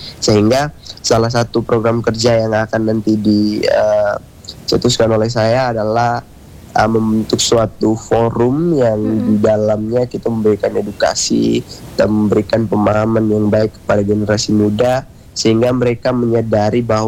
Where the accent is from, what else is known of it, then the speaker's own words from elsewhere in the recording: Raijua Island, East Nusa Tenggara, Indonesia; Saya lahir dan besar di Pulau Rejua, sebuah pulau kecil yang kaya akan budaya dan nilai-nilai kehidupan. Sejak kecil saya hidup berdampingan dengan adat, tradisi, dan kearifan lokal.